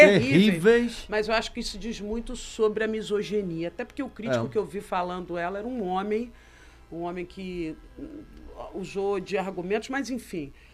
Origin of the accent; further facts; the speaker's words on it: Brazil; accent: Brazilian; os brasileiros cantando com o nosso sotaque